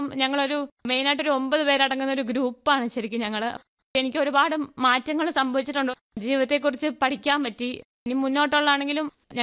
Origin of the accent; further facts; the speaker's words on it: Kerala, India; ഞാൻ ഇടുക്കി സ്വദേശിയാണ്.